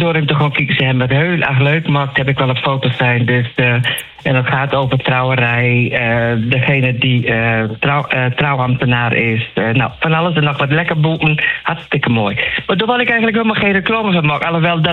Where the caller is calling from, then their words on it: Langelo, Drenthe, Netherlands; Ik ben vanaf Langelo.